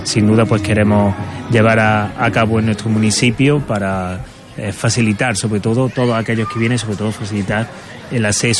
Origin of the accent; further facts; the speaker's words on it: Fuente de Piedra, Andalusia, Spain; los vecinos y vecinas de nuestro pueblo